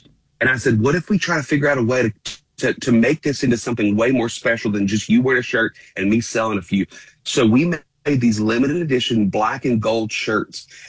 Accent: Buna, Texas, United States; I'm born and raised in Southeast Texas and was probably the only kid at Buna Junior High wearing a Cordell Stewart Steelers jersey in seventh grade.

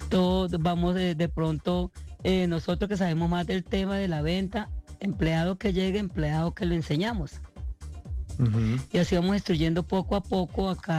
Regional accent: Chaparral, Tolima, Colombia

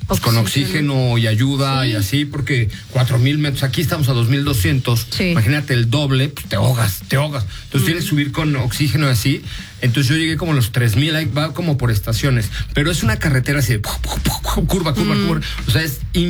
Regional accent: Mexico City, Mexico; born there; Sí, nací en la colonia Roma, ¿no me hace italiano?

